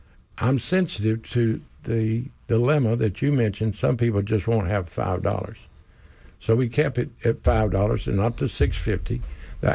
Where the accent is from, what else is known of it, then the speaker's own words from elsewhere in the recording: Houston, Texas, United States; So we were getting things done, but I grew up in Houston.